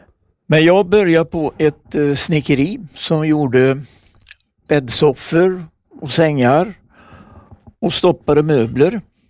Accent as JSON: {"language": "Swedish", "town": "Kinna", "region": "Västra Götaland County", "country": "Sweden", "moved": "yes", "lives_now": "Tidaholm, Sweden", "said": "Ja, jag är inte född i de här trakterna. Jag kommer ifrån Kinna som ligger i Viskadalen."}